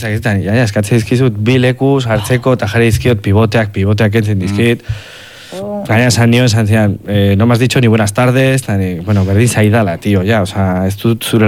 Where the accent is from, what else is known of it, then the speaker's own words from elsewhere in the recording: Pamplona, Navarre, Spain; nik ez dut euskalkirik, Iruñakoa naiz, orduan